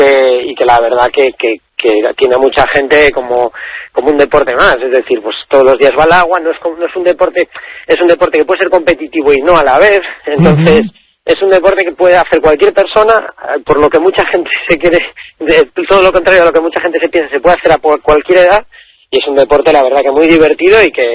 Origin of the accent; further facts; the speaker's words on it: Galicia, Spain; Yo soy pues te digo depende porque yo soy gallego.